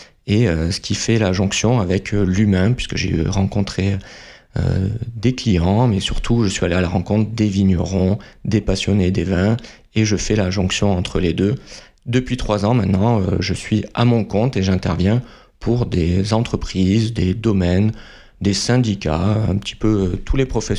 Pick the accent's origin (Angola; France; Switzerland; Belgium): France; Montpellier, Occitanie; born there; also born or lived in Rodez; je suis natif de l'Occitanie, puisque je suis né à Rodez, mais j'ai été importé à l'âge de 2 ans. Donc, voici bientôt 40 ans à Montpellier.